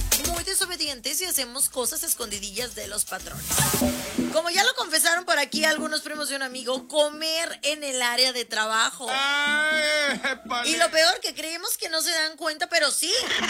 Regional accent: Mexico; somos mañosos, somos mexicanos, somos mañosos.

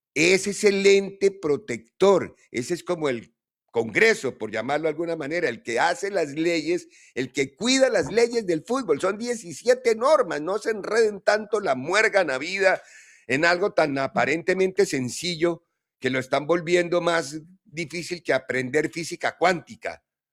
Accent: Colombia

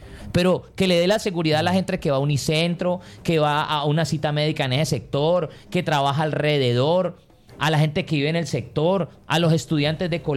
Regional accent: Colombia

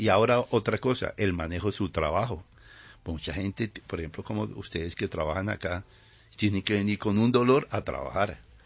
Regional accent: Bogotá, Colombia; Yo soy bogotano.

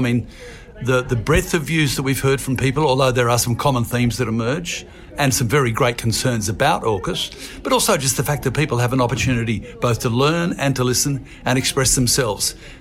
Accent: Australia; as Australian people

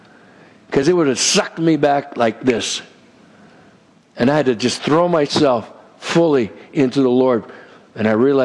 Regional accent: West Covina, California, United States; You know, where I grew up in West Covina, California, Southern Cal, it's about probably 30 to 40 minutes from L.A., going east, known as the San Gabriel Valley.

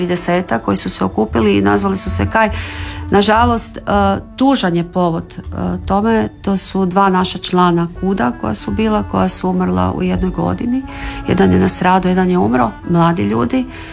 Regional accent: Slatina, Virovitica-Podravina County, Croatia; on je rođen i ja sam rođena u Virovitici, ali on je baš Virovitičanin, a ja sam zapravo iz Slatine, iz jednog najljepšeg sela u Slavoniji koji se zove Nova Bukavica.

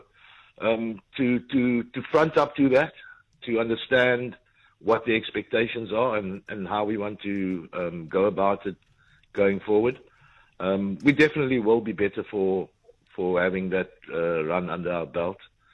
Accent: South Africa; as a South African, I think that's a trait we all possess

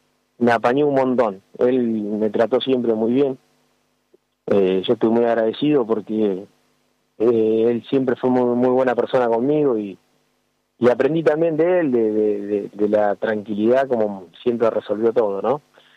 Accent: Trelew, Chubut, Argentina; now in Buenos Aires, Argentina; Ya de ahí me volví a mi pueblo, en realidad yo soy de Trelew

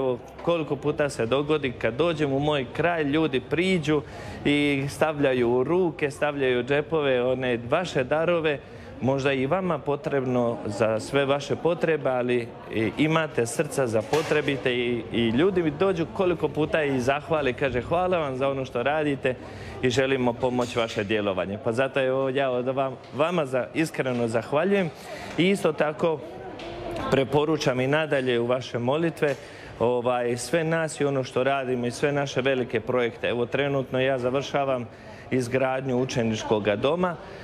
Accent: Zavidovići, Federation of Bosnia and Herzegovina, Bosnia & Herzegovina; also born or lived in Bolivia; Franjevac Kapucin i rodom sam iz Župe Zavidović, svećenik već 17 godina, a u tih 17 godina, 10,5 godina misionar u Boliviji.

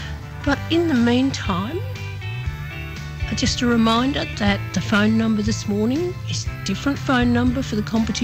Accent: Horsham, Victoria, Australia; my hometown's Horsham in Western Victoria.

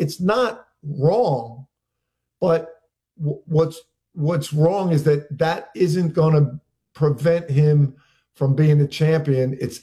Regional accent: Philadelphia, Pennsylvania, United States; But still, I'm from Philly.

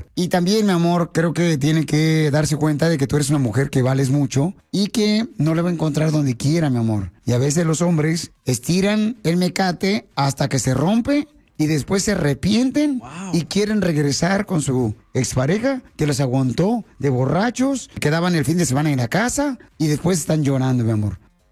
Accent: Michoacán, Mexico; No, soy de Michoacán.

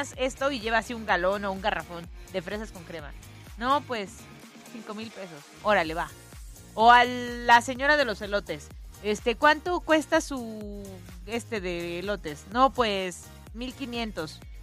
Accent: Mexico; nos caracterizan como mexicanos

